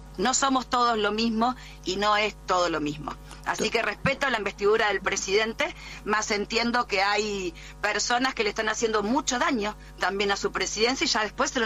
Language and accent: Spanish; Rosario, Santa Fe, Argentina; Entonces, como rosarina, como concejal del PRO, tuve la necesidad de poner en valor las palabras de Manuel Belgrano, desde un orgullo que me nace por ser nacida y criada en mi preciosa Rosario.